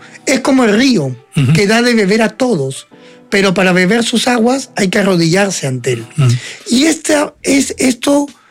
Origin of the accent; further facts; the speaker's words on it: Miraflores, Lima, Peru; also born or lived in Argentina / Yarinacocha; Yo me siento, así como soy peruano-argentino, también soy miraflorino y yarinense. mi identidad es múltiple.